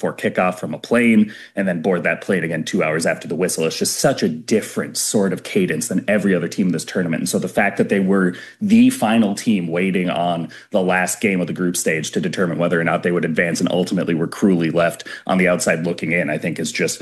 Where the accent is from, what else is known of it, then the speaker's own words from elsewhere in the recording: Minnesota, United States; You know, I'm from Minnesota, which is the land of we all do better.